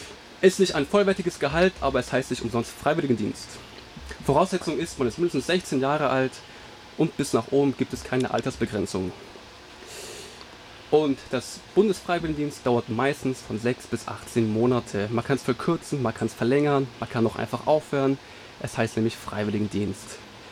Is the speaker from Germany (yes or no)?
yes; Germany; Ich komme aus Deutschland